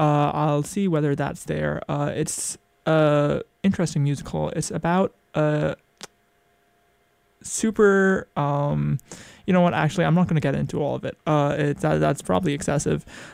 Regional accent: New York, United States; You know, I'm from New York.

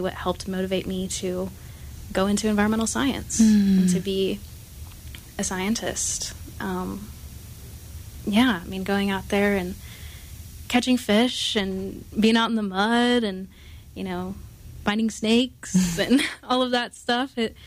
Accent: Kansas, United States; moved away as an adult; I'm from outside of Kansas City, Kansas. I was raised there, and I lived there until I was 18 years old.

